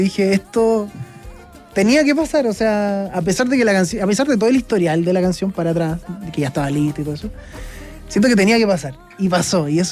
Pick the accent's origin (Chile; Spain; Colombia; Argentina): Chile; Curicó, Maule; Yo soy de Curicó.